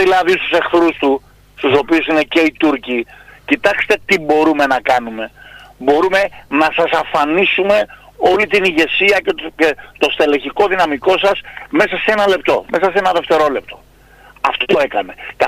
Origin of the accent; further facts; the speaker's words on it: Greece; Είμαστε Έλληνες